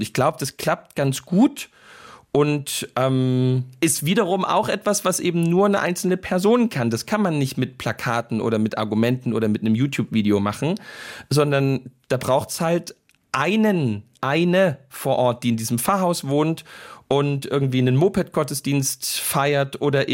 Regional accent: East Germany, Germany; dass ich die Stimmung bei uns in Ostdeutschland als so schlimm erlebe

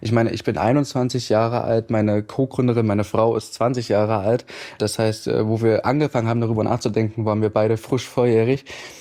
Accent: Halle, Saxony-Anhalt, Germany; moved away; also born or lived in near Wiesbaden; Ich bin 21 Jahre jung, hatte vorgestern Geburtstag und komme aus der Nähe von Wiesbaden, aufgewachsen in Halle an der Saale

